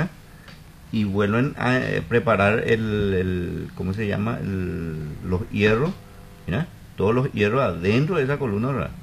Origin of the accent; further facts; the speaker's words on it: Paraguay; Y yo soy paraguayo.